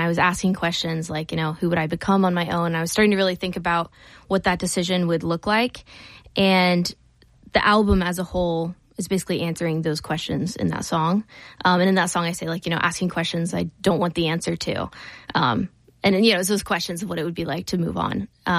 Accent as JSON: {"language": "English", "town": "Chillicothe", "region": "Ohio", "country": "United States", "tie": "born or raised there", "moved": "as an adult", "lives_now": "Columbus, United States", "said": "I grew up in Chillicothe originally. Okay. Yeah, I moved here in August of 24, so I'm somewhat new to Columbus, but yeah, I grew up in a little farm about 20 minutes outside of Chillicothe"}